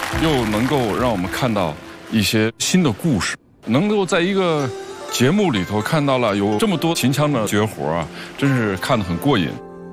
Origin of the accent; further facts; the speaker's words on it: Shaanxi, China; moved away; 我是陕西出来的，我其实对陕西呢这个秦腔是一点都不陌生，